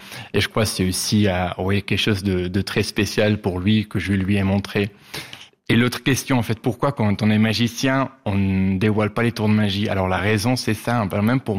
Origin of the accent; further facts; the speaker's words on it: Valais, Switzerland; moi je suis valaisan.